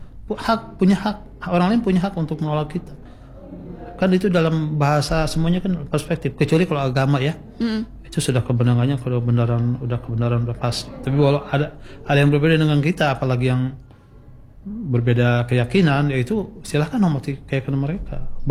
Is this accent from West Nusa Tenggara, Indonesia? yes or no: no; Banten, Indonesia; saya sebagai orang Banten, yang besar di Banten, bisa membedakan dah. Saya pernah kuliah di kota besar di Bandung, di Jakarta.